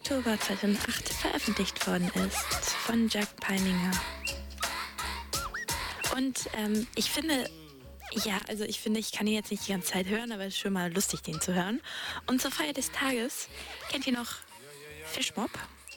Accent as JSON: {"language": "German", "region": "Hamburg", "country": "Germany", "said": "ich bin auch eine Hamburgerin, Hamburgerin und ja, deswegen kann ich hier auch mal ein bisschen hamburgische Musik anmachen"}